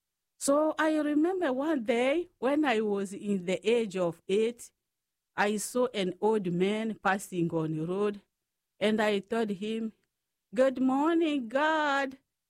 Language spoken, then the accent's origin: English; Wembonyama, DR Congo; English is a second language; moved away as an adult; also born or lived in Omaha, Nebraska; now in United States; I was born in Congo, in Africa, in a small village called Wembonyama. In that village, we do not have no electricity, no running water.